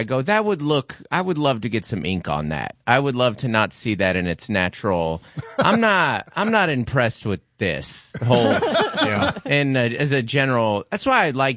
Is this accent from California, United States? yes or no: no; Seattle, Washington, United States; born or raised there